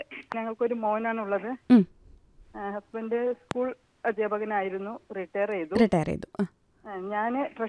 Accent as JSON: {"language": "Malayalam", "town": "Peruvemba", "region": "Kerala", "country": "India", "tie": "born or raised there", "moved": "as an adult", "lives_now": "Kozhikode, India", "said": "ഇപ്പൊ താമസിക്കുന്നത് നാട് പെരുവമ്പ്, ഞാൻ ജനിച്ചു വളർന്ന നാട്. ഞാനിപ്പോ താമസിക്കുന്നത് കോഴിക്കോടാണ്. കാരണം എനിക്ക് ജോലി ഇങ്ങോട്ട് പ്രൊമോഷനായി ട്രാൻസ്ഫർ ആയപ്പോ കോഴിക്കോട്ടേക്ക് വന്നതാണ്."}